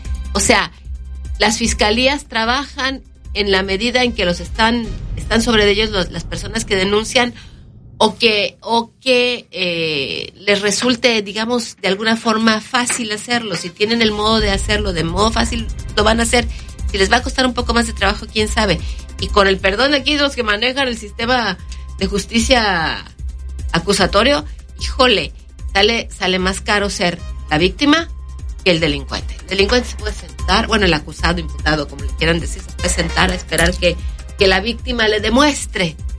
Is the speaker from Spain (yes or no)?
no; Mexico; porque así somos los mexicanos, de que lo sacamos.